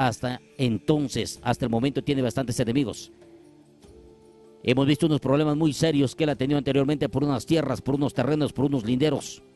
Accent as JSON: {"language": "Spanish", "town": "Huancabamba", "region": "Piura", "country": "Peru", "moved": "yes", "said": "desde allá, desde mi tierra bendita, Huancabamba, Salalá."}